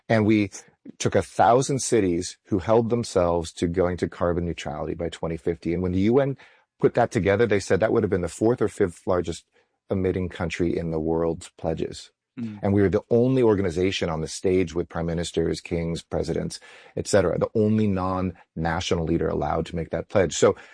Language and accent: English; Los Angeles, California, United States; now in New Delhi, India; I mean, growing up in Los Angeles in the 70s, 80s, I thought was bad.